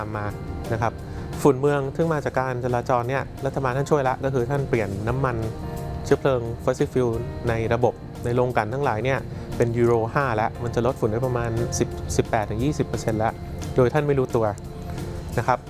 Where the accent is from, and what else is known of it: Bangkok, Thailand